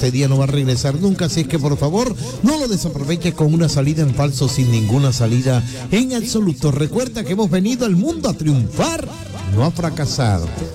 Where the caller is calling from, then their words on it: Colombia; me reporto, hoy viernes … desde Ginebra, Suiza, soy colombiano, soy olimpiquista.